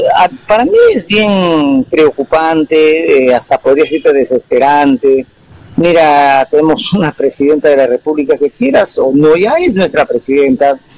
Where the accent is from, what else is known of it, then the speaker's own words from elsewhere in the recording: Utcubamba, Amazonas, Peru; nosotros como cubambinos sí, apoyamos a nuestro candidato